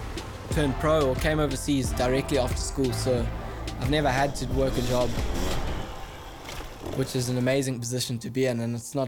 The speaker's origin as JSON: {"language": "English", "country": "South Africa", "said": "I'm from South Africa, and this year I'm 22 years old."}